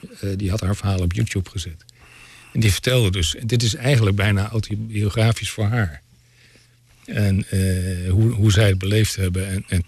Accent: Weststellingwerf, Friesland, Netherlands; Want wij komen uit Weststellingwerf. Mijn vader in de buurt van Oldenbekoop, Wolvenga.

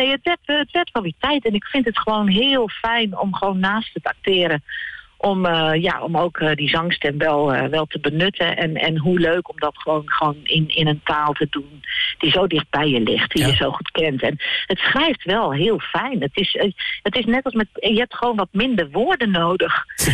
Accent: Groningen, Netherlands; moved away; ik kom natuurlijk uit Groningen.

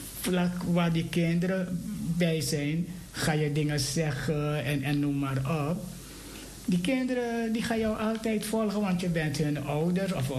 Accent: Suriname; moved away; in Suriname, waar ik ben opgegroeid

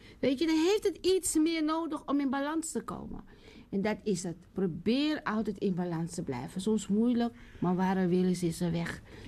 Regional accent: Suriname; zijn zelf ook trots als Surinamers. Trots op onszelf, trots op de dingen die we doen

